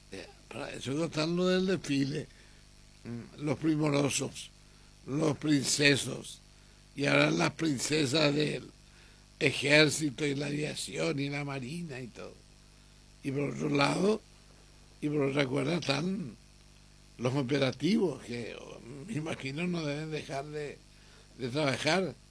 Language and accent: Spanish; Paraguay; Yo soy paraguayo.